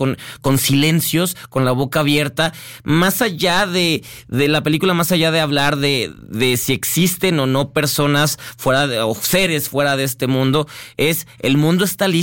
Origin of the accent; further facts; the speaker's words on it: Guadalajara, Jalisco, Mexico; Yo soy Chivas porque soy tapatío.